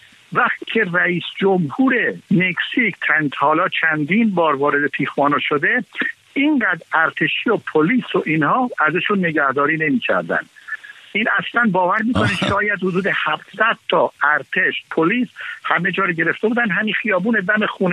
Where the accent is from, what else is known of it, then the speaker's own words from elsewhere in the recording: Iran; نه لهجه ما ایرانی ها